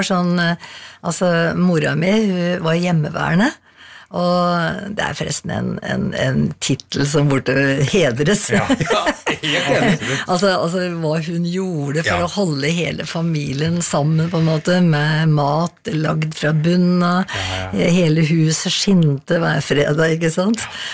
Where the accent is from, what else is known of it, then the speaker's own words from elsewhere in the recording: Skreia, Innlandet, Norway; now in Asker, Norway; Det er liksom Toten, altså Skreia, er liksom der, der jeg vokste opp, ikke sant? Så det er liksom røttene mine. Ja. Og så har jeg bodd nå i Asker, mye lenger da.